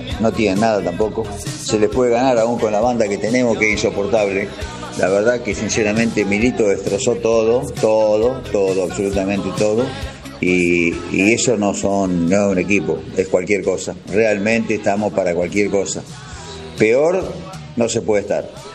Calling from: Tandil, Buenos Aires Province, Argentina; de Tandil.

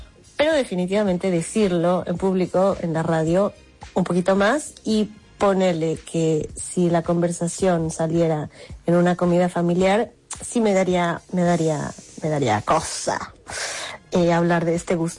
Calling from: Buenos Aires, Argentina; de Almagro.

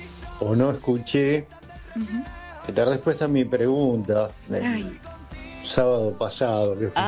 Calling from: Buenos Aires, Argentina; de Parque Chacabuco

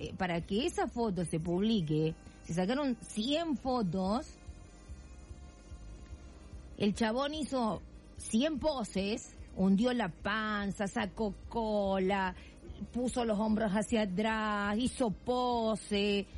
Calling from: Serrano, Córdoba, Argentina; de Serrano, provincia de Córdoba, al sur de Córdoba.

